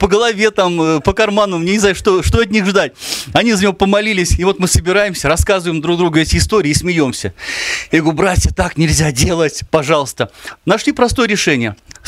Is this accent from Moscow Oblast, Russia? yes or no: no; Penza, Penza Oblast, Russia; Я говорю, ну, из какой? Мы из Пензы приехали.